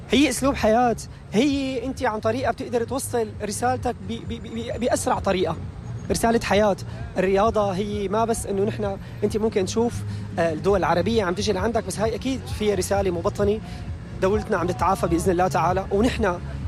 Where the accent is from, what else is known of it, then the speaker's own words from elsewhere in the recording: Syria; فهذا الشيء كتير بيفرحنا نحن كسوريين،